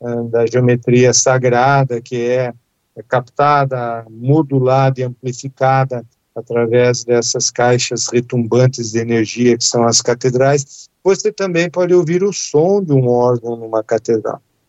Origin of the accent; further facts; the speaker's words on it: Curitiba, Paraná, Brazil; born there; Eu nasci em Curitiba, em Curitiba, lá na Praça Tiradentes.